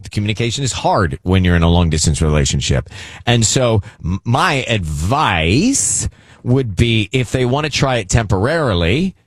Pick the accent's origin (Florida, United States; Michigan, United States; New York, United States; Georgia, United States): Georgia, United States; now in California, United States; I'm from Georgia. I moved to California.